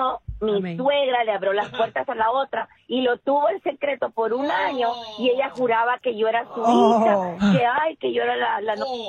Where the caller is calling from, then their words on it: Cali, Valle del Cauca, Colombia; yo soy de Cali.